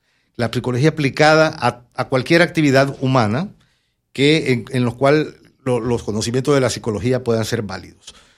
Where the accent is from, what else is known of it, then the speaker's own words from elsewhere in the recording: El Salvador; moved away as an adult; now in Panama; Después de graduarme de la escuela secundaria en mi país, El Salvador